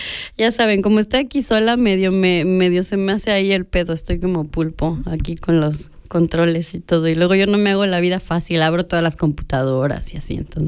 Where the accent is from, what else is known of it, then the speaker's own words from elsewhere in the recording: Mexico; En mi país pasa mucho también, en México tiembla cada rato